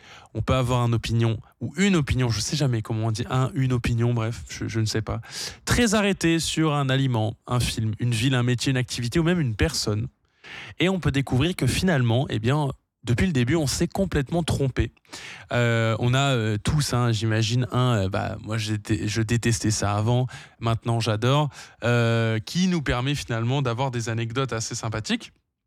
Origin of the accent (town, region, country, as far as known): northern France, France; moved away as an adult; now in Canada